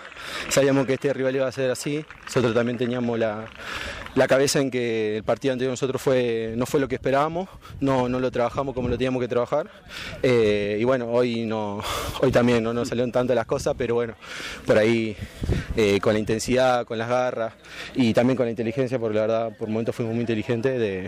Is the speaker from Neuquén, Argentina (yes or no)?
no; Campana, Buenos Aires Province, Argentina; moved away as an adult; yo soy de Campana, toda mi carrera ahí.